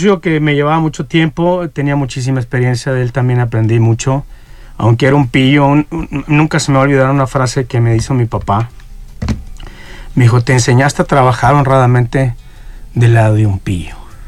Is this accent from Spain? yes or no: no; Monterrey, Nuevo León, Mexico; moved away; also born or lived in Mexico City; de estos 26 años que me salí de Monterrey, porque primero me fui a Ciudad de México. En primera instancia era una lucha interna conmigo en tratar de encontrar las palabras adecuadas para convencer a mis papás de que ya no iba a regresar a Monterrey.